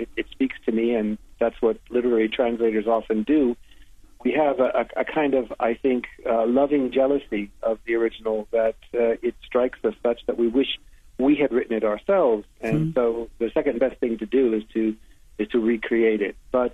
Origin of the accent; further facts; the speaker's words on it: United States; also born or lived in Poland; I am a Polish citizen, but I was born in America. That's where I grew up.